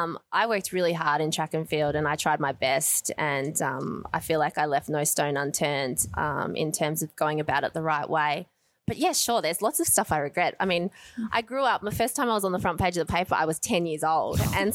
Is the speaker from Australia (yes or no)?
yes; Australia; I come from Australia where we're very big on making sure that in each event we support females and males.